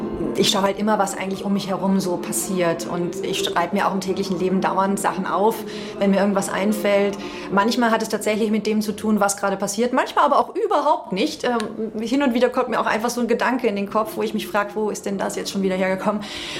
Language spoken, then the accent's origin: German; Germany; now in Austria; Also man wurde teilweise auf offener Straße als Piefke beschimpft, wenn die Leute gehört haben, dass man Bundesdeutsch spricht.